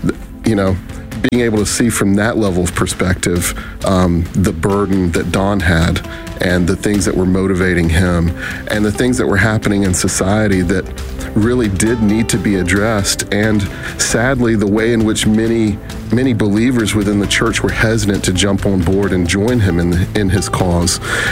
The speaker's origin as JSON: {"language": "English", "town": "Tupelo", "region": "Mississippi", "country": "United States", "tie": "born or raised there", "moved": "as an adult", "said": "I grew up in Tupelo"}